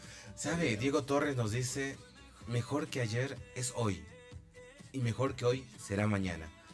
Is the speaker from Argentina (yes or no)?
no; Bolivia; Los bolivianos somos solidarios.